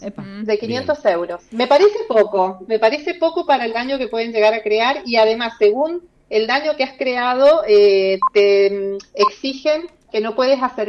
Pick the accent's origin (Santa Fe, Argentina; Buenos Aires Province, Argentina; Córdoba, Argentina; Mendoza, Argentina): Mendoza, Argentina; moved away as an adult; now in Rome, Italy; Soy mendocina pura, de pura cepa.